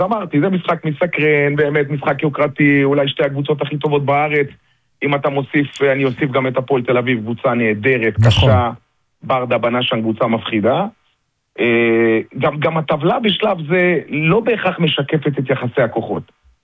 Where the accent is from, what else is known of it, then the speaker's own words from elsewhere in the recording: Beersheba, Southern District, Israel; אני באר שבעי. נולדתי, גדלתי, התחנכתי פה.